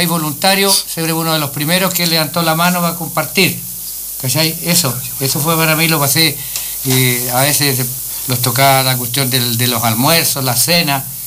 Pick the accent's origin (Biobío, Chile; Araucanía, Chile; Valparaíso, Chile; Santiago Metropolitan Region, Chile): Araucanía, Chile; Freire; born there; moved away; yo soy de Freire y jugué por el Saturar Obrero de Freire